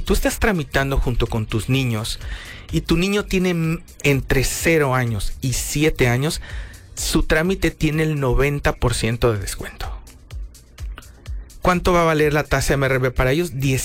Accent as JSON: {"language": "Spanish", "country": "Mexico"}